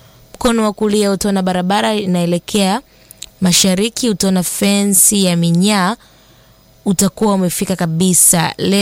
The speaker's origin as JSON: {"language": "Swahili", "town": "Kiteto", "region": "Manyara", "country": "Tanzania", "said": "natokea Manyara Kiteto kata ya Laiseli kijiji Masikilo."}